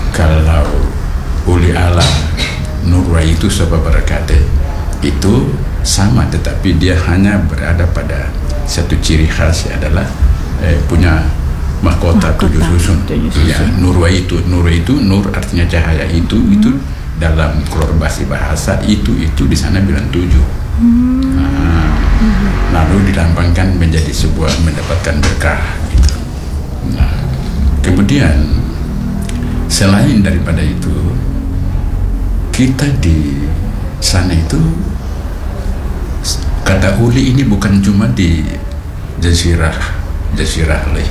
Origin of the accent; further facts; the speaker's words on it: Maluku, Indonesia; di kampung saya di Ureng